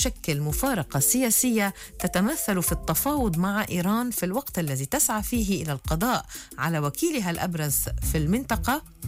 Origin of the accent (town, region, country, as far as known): Lebanon